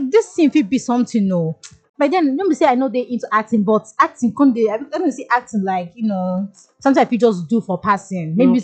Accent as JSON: {"language": "English", "town": "Enugu", "region": "Enugu State", "country": "Nigeria", "moved": "yes", "lives_now": "Lagos, Nigeria", "said": "I hail from Coast City, Nigeria, Enugu, so in Lagos, bubbling."}